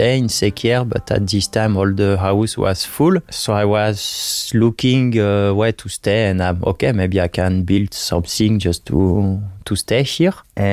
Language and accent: English; France; now in Slovakia; from France, and 4 years I'm in Slovakia. To make it short, I just get stuck during the COVID and I fell in love with the country, so I didn't move.